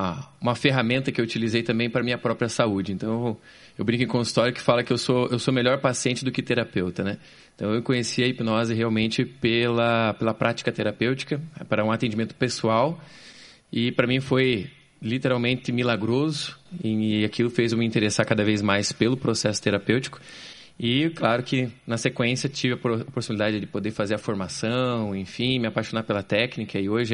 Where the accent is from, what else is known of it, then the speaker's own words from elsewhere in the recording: Curitiba, Paraná, Brazil; born there; Sou curitibano. Curitibano.